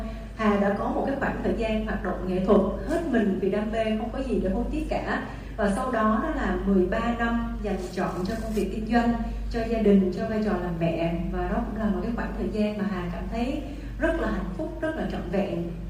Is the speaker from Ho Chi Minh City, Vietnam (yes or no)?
yes; Ho Chi Minh City, Vietnam; Nhưng mà thực sự rằng là … được sinh ra và lớn lên tại thành phố Hồ Chí Minh, chứ không phải là ở miền Tây.